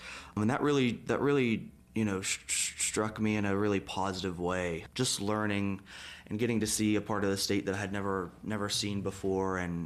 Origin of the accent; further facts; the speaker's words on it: Carolina, West Virginia, United States; So I'm from Carolina, West Virginia